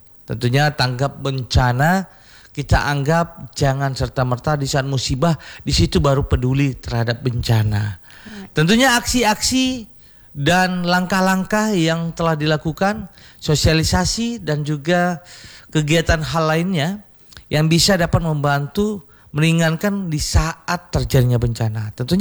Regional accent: Aceh, Indonesia; Tentunya kita Aceh sudah pernah kita rasakan bagaimana dahsyatnya tsunami Aceh 2004.

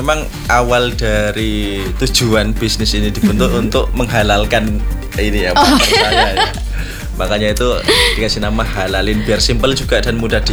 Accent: Riau, Indonesia; moved away as an adult; now in Ponorogo, Indonesia; asal dari Sumatera, Riau, tapi domisili Ponorogo.

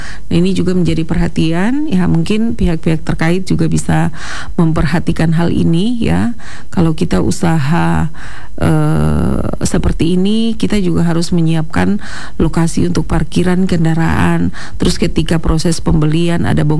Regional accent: Fakfak, West Papua, Indonesia; kita warga Kota Fak-Fak

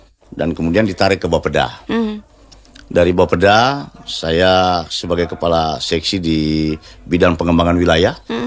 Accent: Kendari, Southeast Sulawesi, Indonesia; also born or lived in Yogyakarta; Bapak Muna, ibu juga dari Muna. Kemudian kami dari kecil lahir besar di Kota Kendari.

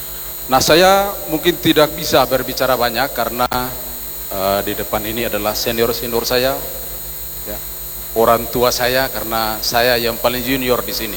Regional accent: Ternate, North Maluku, Indonesia; also born or lived in Bacan, South Halmahera / Manado; Saya lahir di Bacan, Halmahera Selatan, menyelesaikan SD sampai perguruan tinggi S1 di Kota Ternate

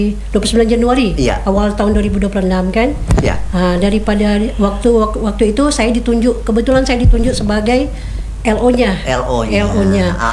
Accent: Tawau, Sabah, Malaysia; Kita dari Tawau, dari Tawau ke Kuala Lumpur itu naik pesawat 3 jam.

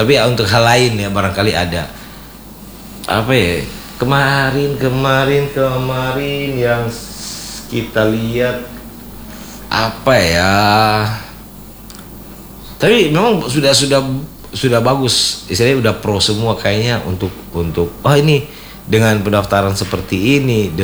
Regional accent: North Sulawesi, Indonesia; Apalagi kita orang Sangir dikenal di luar sana.

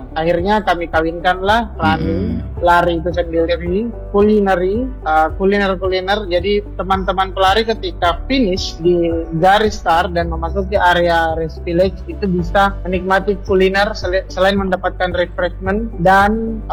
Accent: West Sulawesi, Indonesia; Kita selaku Mandar punya satu aset mahal dan berharga, itu Sayang Patudi.

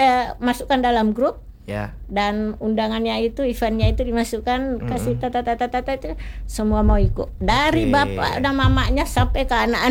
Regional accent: Bone, South Sulawesi, Indonesia; moved away; di Bone, terutama kampung saya itu

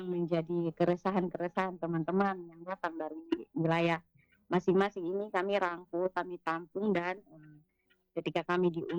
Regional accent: Kupang, East Nusa Tenggara, Indonesia; biasa kita orang Kupang bilang kiri-kiri

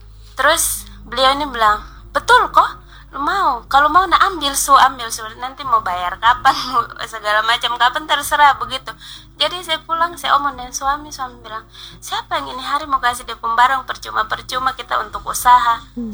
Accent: Eastern Indonesia, Indonesia; Saya memang orang Timur

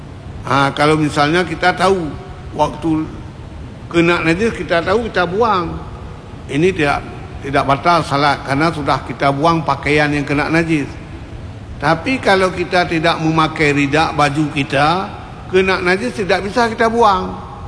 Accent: Aceh, Indonesia; Biasa kalau kita orang Aceh, kaum-kaum ibu sering sembahyangnya di sawah, salat di sawah

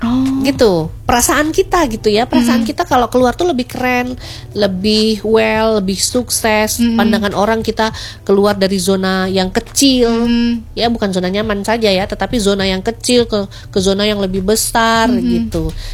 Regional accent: Tanjung Pinang, Riau Islands, Indonesia; moved away as an adult; also born or lived in Yogyakarta; asalnya dari mana? Dari Tanjung Pinang.

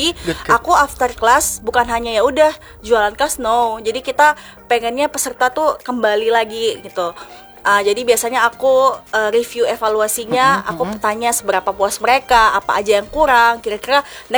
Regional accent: Baubau, Southeast Sulawesi, Indonesia; now in Kendari, Indonesia; saya bukan orang Sulawesi ya, Kak, tapi saya besarnya di Bau-Bau.

